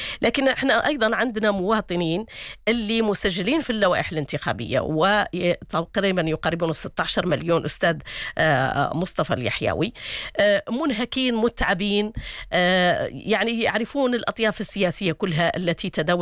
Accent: Morocco; احنا كمواطنين مغاربة

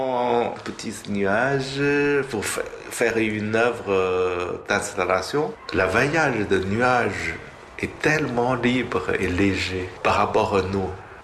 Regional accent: northern China, China; born there; French is a second language; moved away as an adult; also born or lived in Paris / Beijing; je suis né au nord de la Chine, au plein de montagnes, au milieu de la nature.

